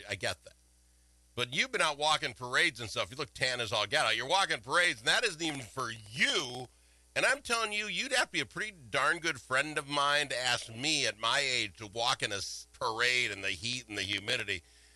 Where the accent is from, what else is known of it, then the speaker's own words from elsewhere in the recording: Forest Lake, Minnesota, United States; now in Blue Earth, United States; I'm from Forest Lake, Minnesota